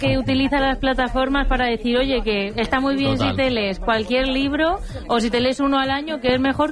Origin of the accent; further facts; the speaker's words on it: Community of Madrid, Spain; Yo soy muy madrileña para esta cosa, me tenéis que perdonar.